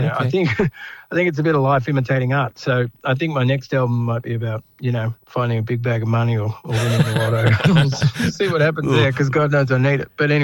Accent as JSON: {"language": "English", "town": "Melbourne", "region": "Victoria", "country": "Australia", "tie": "born or raised there", "also_born_or_lived": "Central Australia", "said": "I was born in Melbourne, but lived in Central Australia when Dad went up there to the legal service."}